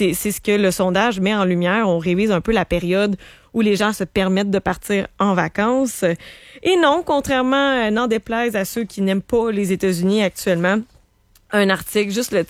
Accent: Quebec, Canada; born or raised there

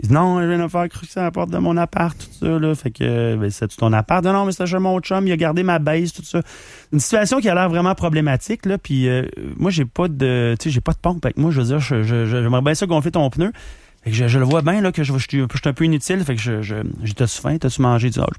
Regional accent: Quebec, Canada; moi, je suis Canadien, je suis Québécois, là.

